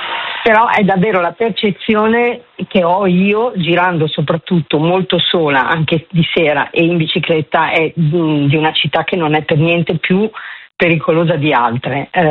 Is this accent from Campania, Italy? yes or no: no; Milan, Lombardy, Italy; Sono nata e cresciuta a Milano